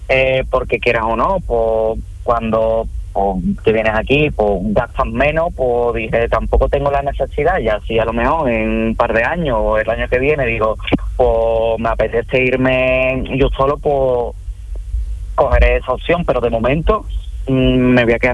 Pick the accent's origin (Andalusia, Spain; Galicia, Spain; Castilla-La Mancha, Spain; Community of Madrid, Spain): Andalusia, Spain; Écija; Yo soy de Écija, sí.